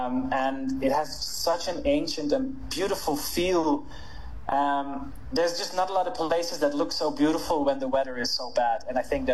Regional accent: Netherlands; moved away; I'm from the Netherlands

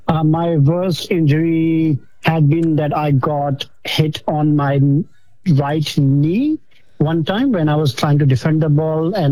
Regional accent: New Delhi, Delhi, India; moved away as an adult; also born or lived in New York, United States; now in Melbourne, Australia; I represented my state back in India, which was Delhi. I was from New Delhi.

